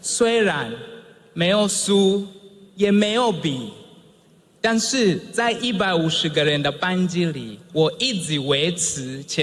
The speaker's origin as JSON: {"language": "Chinese", "region": "Kigoma", "country": "Tanzania", "tie": "born or raised there", "second_language": "Chinese", "moved": "yes", "lives_now": "Taiwan", "said": "我出生在坦桑尼亚的山区，一个靠近贡北国家公园的小村落。那里是真古的博士研究野生黑猩猩的地方，也是我的生命的起点。我在一个贫穷家庭长大，"}